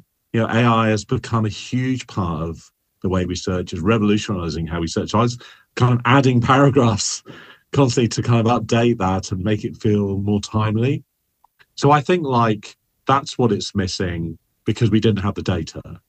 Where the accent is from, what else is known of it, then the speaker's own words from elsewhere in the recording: Texas, United States; also born or lived in United Kingdom; now in San Francisco, United States; As you can hear from my voice, I'm not from San Francisco or California.